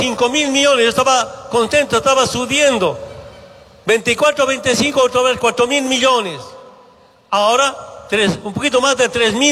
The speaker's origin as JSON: {"language": "Spanish", "region": "Santa Cruz", "country": "Bolivia", "said": "Pregunta, ¿de dónde son? Somos de Santa Cruz. Santa Cruz venido a trabajar acá, porque ahí mueve la economía."}